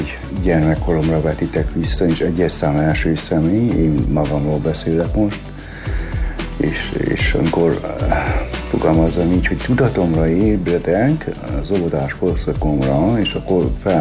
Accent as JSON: {"language": "Hungarian", "region": "Szabolcs-Szatmár-Bereg", "country": "Hungary", "tie": "born there", "also_born_or_lived": "Nyírbátor"}